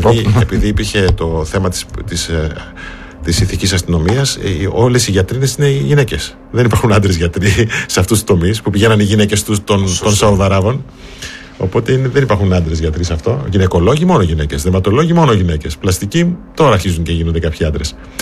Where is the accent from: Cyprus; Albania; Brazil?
Brazil; Greek is a second language; now in Greece; Όχι, επειδή εγώ είμαι από την Λατινική Αμερική, από τη Βραζιλία, σε ενημερώνω ότι δεν υπάρχει και μια παραμόρφωση στη Βραζιλία και στη Λατινική Αμερική.